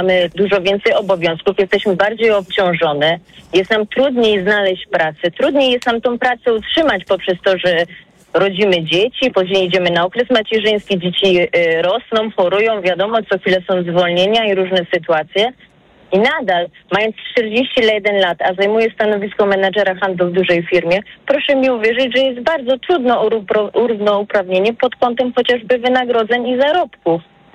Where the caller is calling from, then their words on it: Ciechocinek, Kuyavian-Pomeranian Voivodeship, Poland; z Ciechocinka, mam 41 lat